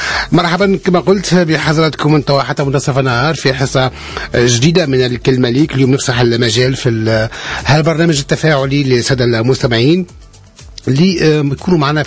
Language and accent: Arabic; Tunisia